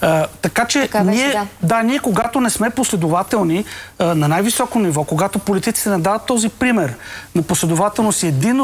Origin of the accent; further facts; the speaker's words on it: Sofia, Sofia City, Bulgaria; и ние като софиянци, които знаем